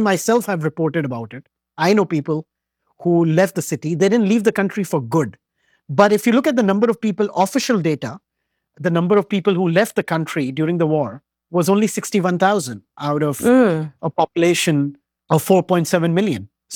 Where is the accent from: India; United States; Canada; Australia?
India; I come from India, I see that in India.